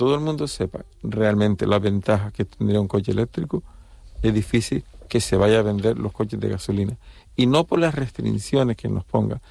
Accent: Las Palmas, Canary Islands, Spain; now in Tenerife, Spain; aunque yo soy de origen de Las Palmas, pero Tenerife la conozco.

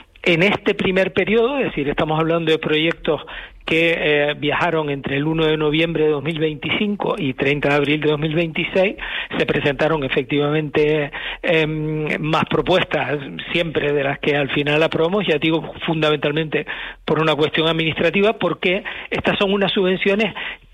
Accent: Canary Islands, Spain

